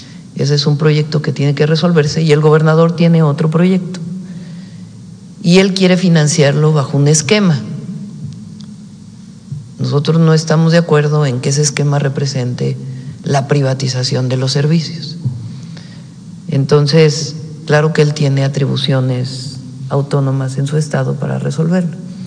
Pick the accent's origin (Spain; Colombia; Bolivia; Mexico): Mexico; nos interesa México, porque somos mexicanos y porque soy la presidenta de México.